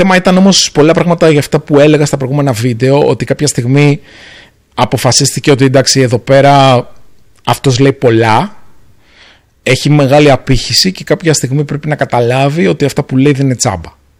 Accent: Greece; now in Singapore; εγώ είμαι ένας Έλληνας ο οποίος ζει στη Σιγκαπούρη, λειτουργώ από εκεί.

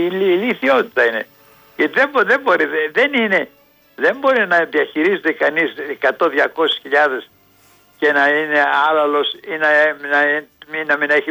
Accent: Athens, Attica, Greece; και εγώ είμαι Αθηναίος

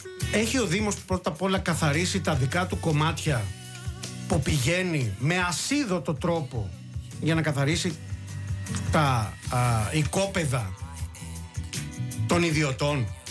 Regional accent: Peloponnese, Greece; για να είμαστε από Λακωνία και αρκετά κοντά, συνεννοούμαστε.

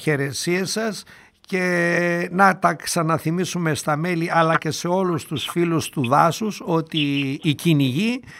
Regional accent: Doirani, Central Macedonia, Greece; έλεγα έτσι λίγο εκεί και τα μακεδονίτικα λέμε, εκεί και στον τόπο μου, εκεί στη Δοϊράνη.

